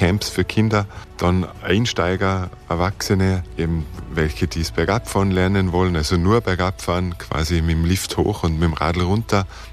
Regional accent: Oberndorf in Tirol, Tyrol, Austria; Bin hier in der Gegend in Oberndorf bei St. Johann groß geworden, habe fast immer da gelebt.

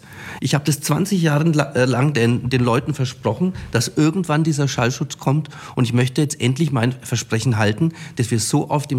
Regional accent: Nuremberg, Bavaria, Germany; Also ich komme ja aus Muggenhof, also direkt am Frankenschneeweg aufgewachsen.

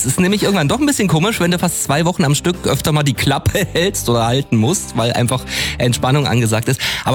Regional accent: Oberhof, Thuringia, Germany; Auf Stempeltour in meiner Heimatregion in Oberhof.

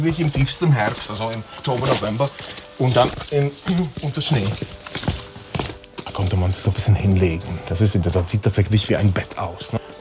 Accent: Lomnice nad Popelkou, Liberec Region, Czechia; also born or lived in Turnov; Ich bin keine 14 Kilometer von hier aufgewachsen und keine 7 Kilometer in der Tat von hier geboren in Turnow, aufgewachsen in Lomnica nad Pop

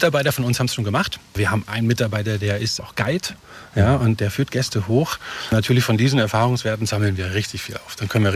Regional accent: Bad Salzungen, Thuringia, Germany; now in Farchant, Germany; Ich bin in Thüringen damit aufgewachsen

